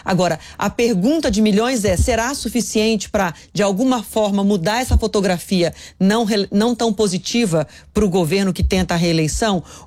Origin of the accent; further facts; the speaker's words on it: Minas Gerais, Brazil; como mineiro, eu falo, tem muita água para passar debaixo da ponte